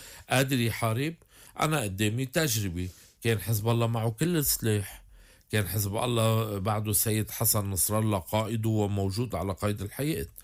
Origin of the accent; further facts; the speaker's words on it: Lebanon; نحن لبنانية نحن أحرار ناخد قرار يتعلق بإيران